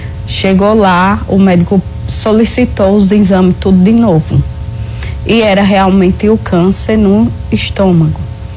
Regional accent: Alagoas, Brazil; moved away as an adult; Eu saí de Alagoas, fiquei lá em São Paulo com ele, no hospital

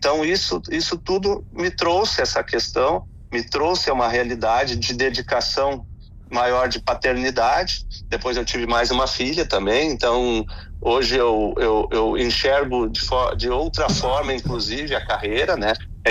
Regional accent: Rio Grande do Sul, Brazil; como bom italiano da serra

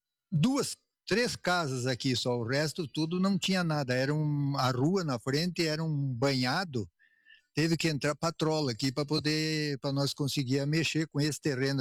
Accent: Soledade, Rio Grande do Sul, Brazil; Eu sou natural de Soledade, sim. Cria de Soledade. Minha mãe é de Soledade, o meu pai também é de Soledade. Então, nós somos cria de Soledade.

